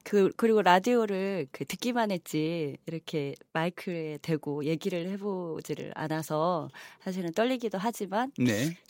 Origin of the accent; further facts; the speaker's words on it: Wanju, North Jeolla, South Korea; 저는 완주에서 나고 자라가지고요.